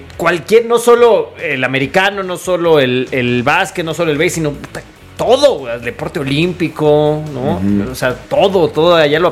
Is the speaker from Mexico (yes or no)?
yes; Mexico; Siempre mexicano, no hay otro.